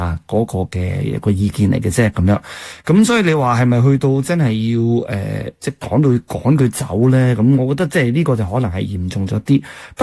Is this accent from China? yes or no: no; Canada; 我哋加拿大人